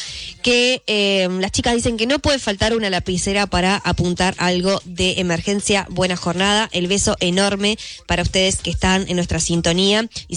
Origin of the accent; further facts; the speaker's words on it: Uruguay; como uruguayo, como sarandillense